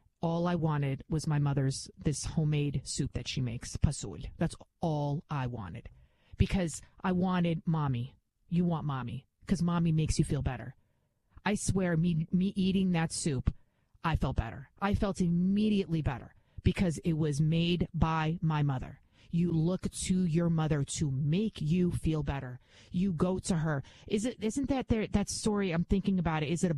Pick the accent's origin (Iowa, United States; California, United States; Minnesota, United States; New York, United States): New York, United States; The Bronx; You can tell I'm from the Bronx, right?